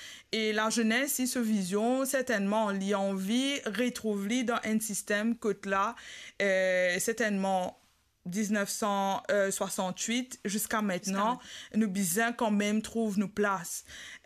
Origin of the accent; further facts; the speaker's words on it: Mauritius; also born or lived in Rodrigues; moi en tant qu'une jeune, femme et mauricienne patriote